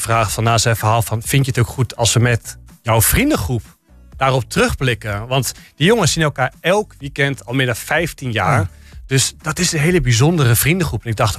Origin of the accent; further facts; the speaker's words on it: Almelo, Overijssel, Netherlands; moved away as an adult; also born or lived in Groningen / Utrecht; ik ben 2 jaar geleden weer terug verhuisd naar mijn geboortestad, Almelo.